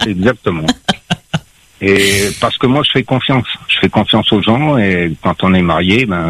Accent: Réunion; born there; also born or lived in Madagascar; moi, je suis né à Madagascar. Je suis rentré à l'île de Réunion 5 ans après. Mm-hmm. Ma grand-mère, elle est malgache.

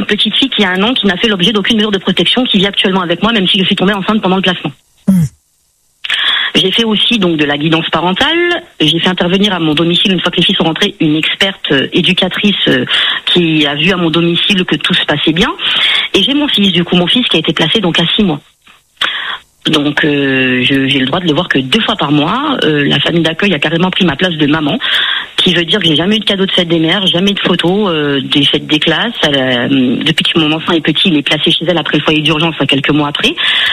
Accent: Valence, Auvergne-Rhône-Alpes, France; Et un jour, j'ai décidé de partir avec mes enfants et de revenir dans ma ville natale, à Valence

